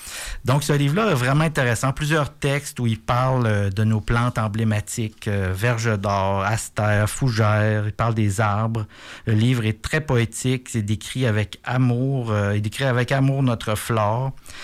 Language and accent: French; Saint-Ferdinand, Quebec, Canada; moved away; Je viens de Saint-Ferdinand